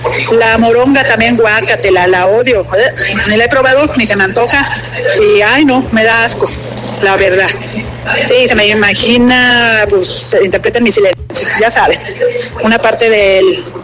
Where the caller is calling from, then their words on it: Mexico; Yo soy mexicana